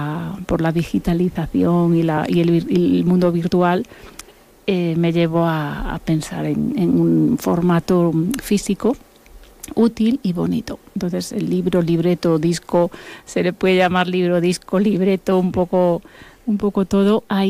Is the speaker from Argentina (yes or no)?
yes; Buenos Aires, Argentina; born there; first language Spanish; El castellano, que es mi lengua madre. El gallego, que por casi no lengua madre, diríamos lengua abuela, porque uh-huh. Yo nací en Buenos Aires